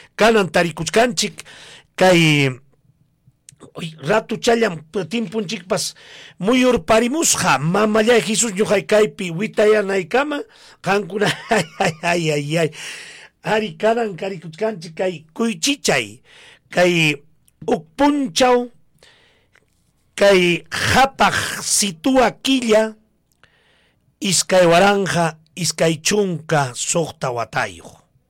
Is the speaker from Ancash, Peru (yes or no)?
no; Coracora, Ayacucho, Peru; Es mi tierra, coracora, a lo mejor este temita dedicado con todo sentimiento para todos ustedes, mis queridos amigos